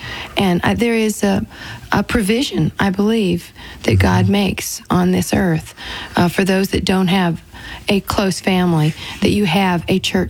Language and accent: English; Aurora, Colorado, United States; from Aurora, Colorado.